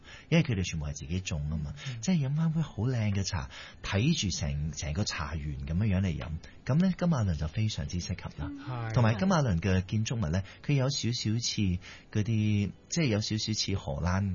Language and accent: Cantonese; Ipoh, Perak, Malaysia; also born or lived in Malacca / Penang; now in Kuala Lumpur, Malaysia; 咁我喺馬六甲出世啦，咁跟住就由細即係讀幼稚園咧，就搬咗入去怡寶啦，咁就喺怡寶咧就讀到Form Two